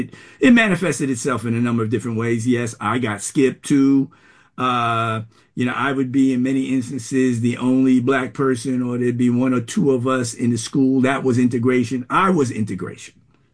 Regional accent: New York City, New York, United States; Myself, growing up in the Bronx

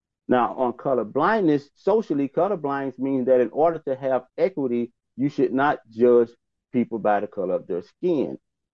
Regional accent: St. Louis, Missouri, United States; now in Kansas City, United States; I grew up in St. Louis. You just mentioned St. Louis, Missouri. I grew up in St. Louis.

